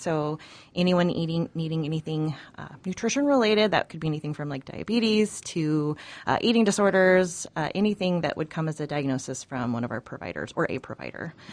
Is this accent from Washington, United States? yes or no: yes; Ellensburg, Washington, United States; Well, I'm actually a local. I grew up in Ellensburg.